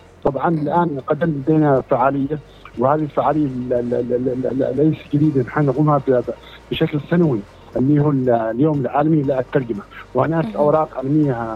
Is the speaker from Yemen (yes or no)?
yes; Yemen; ايضا عندنا في اليمن المنتجات الصينية اللي موجودة في السوق،